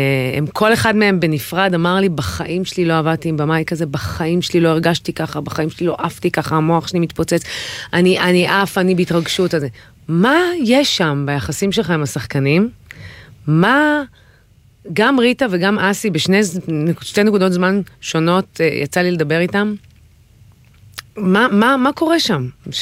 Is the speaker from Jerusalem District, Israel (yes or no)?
no; Petah Tikva, Central District, Israel; אצלנו בפתח תקווה יש כוכב.